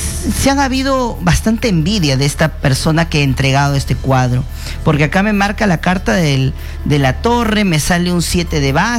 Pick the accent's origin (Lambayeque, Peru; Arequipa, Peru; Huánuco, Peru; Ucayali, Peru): Lambayeque, Peru; Chiclayo; now in Lima, Peru; Desde Chiclayo, mi tierra hermosa.